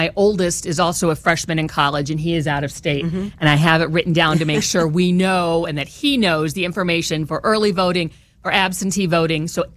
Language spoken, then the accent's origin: English; Hoopeston, Illinois, United States; In Hoopston, Illinois, which is on the Illinois-Indiana border in Vermilion County. So I grew up in St. Anthony's Parish.